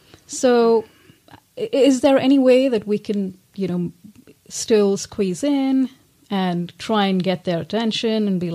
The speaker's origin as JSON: {"language": "English", "country": "India", "moved": "yes", "said": "we're from India originally"}